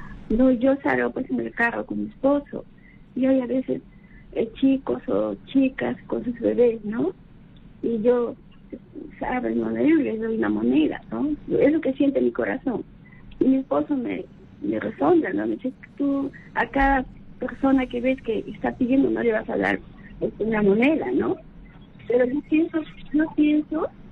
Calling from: Tambo de Mora, Ica, Peru; Chincha, Tambo de Mora.

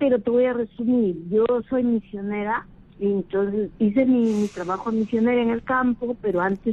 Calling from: Chepén, La Libertad, Peru; Estoy llamando de Chepén.

